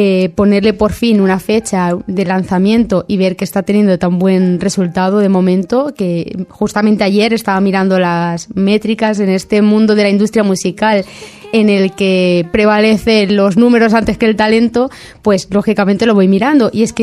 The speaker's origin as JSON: {"language": "Spanish", "town": "Montornès del Vallès", "region": "Catalonia", "country": "Spain", "tie": "born or raised there", "moved": "as an adult", "lives_now": "Gisá (nearby town), Spain", "said": "realmente desde bien pequeñita. He vivido muchísimos años aquí. Mis padres siguen viviendo aquí. Mi hermano sigue viviendo aquí. Lo único que yo, pues por temas del amor, pues me fui ya hace unos añitos a vivir a una población cercana, Gisá."}